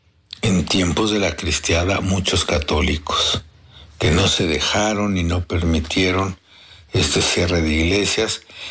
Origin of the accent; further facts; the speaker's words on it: Mexico; creo que todos como mexicanos debemos de sentirnos orgullosos de eso